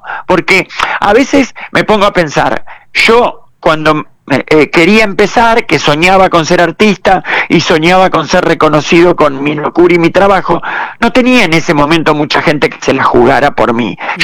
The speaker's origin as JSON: {"language": "Spanish", "region": "Santa Fe", "country": "Argentina", "tie": "born or raised there", "moved": "as an adult", "lives_now": "Paraná, Argentina", "said": "de estos 39 años, 24 son acá en Paraná, pero también hay otro tanto que yo hice en mi ciudad natal, que fue Santa Fe."}